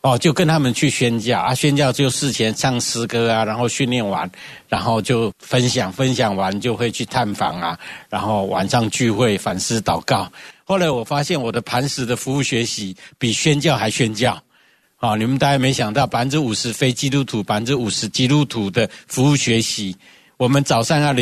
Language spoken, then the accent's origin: Chinese; Hakka, Taiwan; also born or lived in Indiana, United States / Chicago, United States; now in Taipei, Taiwan; 因为我是客家人，但是我现在台语讲的比客家话好